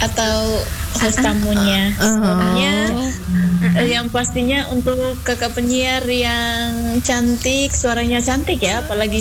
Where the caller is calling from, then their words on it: Labuan Bajo, East Nusa Tenggara, Indonesia; di Labuan Bajo.